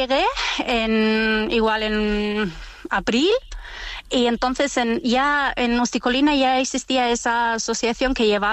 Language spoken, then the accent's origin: Spanish; Borbolla, Asturias, Spain; Es que como, y las fiestas de la Borbolla, pues es algo que hasta hoy son las fiestas de mi pueblo.